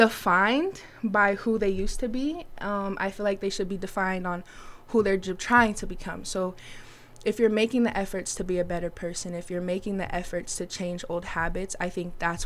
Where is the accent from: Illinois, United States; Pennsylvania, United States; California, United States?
Illinois, United States; Chicago; now in Caldwell, United States; I'm originally from Chicago, but right now I reside in Caldwell.